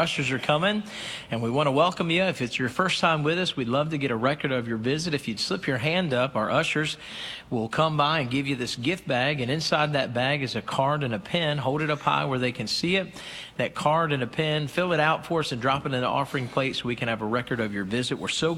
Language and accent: English; United States